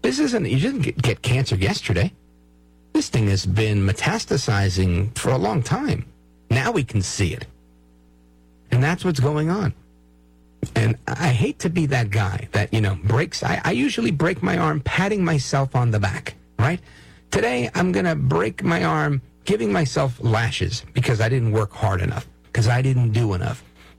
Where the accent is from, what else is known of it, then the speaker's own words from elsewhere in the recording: Brooklyn, New York, United States; born there; I was born in Brooklyn, by the way. Brooklyn Jewish Hospital.